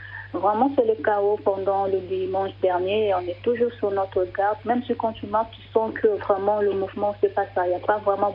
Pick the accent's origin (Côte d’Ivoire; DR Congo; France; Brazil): DR Congo; Je dis non, je ne suis pas sénégalaise, je suis congolaise.